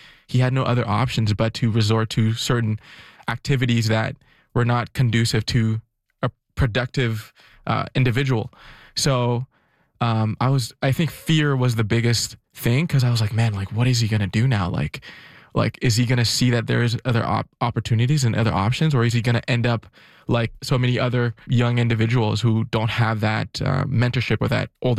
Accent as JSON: {"language": "English", "town": "Ottawa", "region": "Ontario", "country": "Canada", "tie": "born or raised there", "said": "growing up in Richie as well too"}